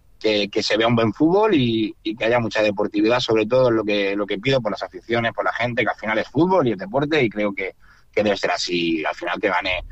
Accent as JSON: {"language": "Spanish", "town": "Valencia", "region": "Valencian Community", "country": "Spain", "moved": "as an adult", "said": "yo soy de Valencia pesar que llevo aquí ya 15 años viviendo en esta zona, soy de Valencia"}